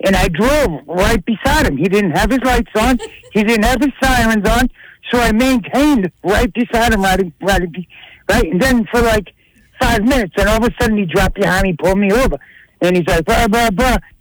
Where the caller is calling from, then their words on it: Boston, Massachusetts, United States; I'm a Bostonian.